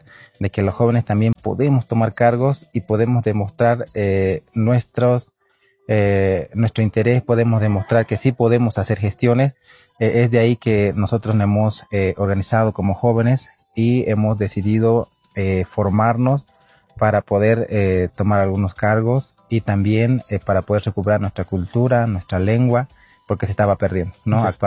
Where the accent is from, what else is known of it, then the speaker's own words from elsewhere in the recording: Villamontes, Tarija, Bolivia; vengo de Villamontes, del departamento de Tarija de Bolivia.